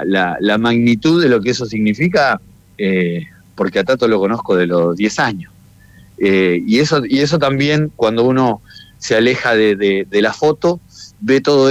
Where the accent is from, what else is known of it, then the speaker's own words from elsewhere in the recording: Mar del Plata, Buenos Aires Province, Argentina; yo soy de Mar del Plata